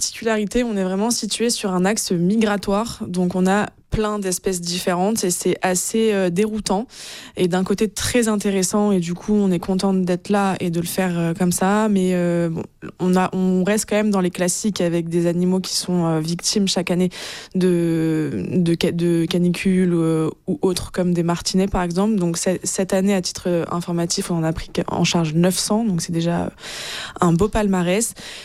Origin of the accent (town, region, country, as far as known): France